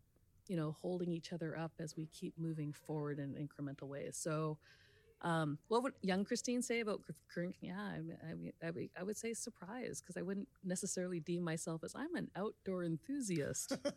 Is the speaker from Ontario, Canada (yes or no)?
no; British Columbia, Canada; even though I'm from British Columbia. Like, you know, I've always been by the ocean, and now being here in the central interior